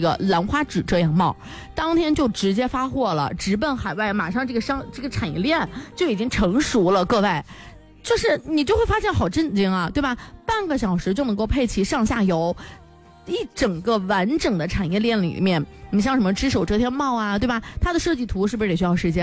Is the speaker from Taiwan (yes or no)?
no; China; 作为中国人